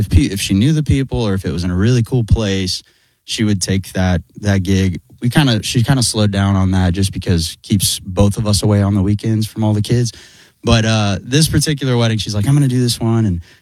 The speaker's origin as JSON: {"language": "English", "town": "Bixby", "region": "Oklahoma", "country": "United States", "tie": "born or raised there", "said": "Bixby, Oklahoma."}